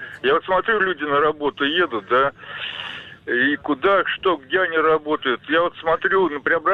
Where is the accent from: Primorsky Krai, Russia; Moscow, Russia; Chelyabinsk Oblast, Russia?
Moscow, Russia; вот я москвич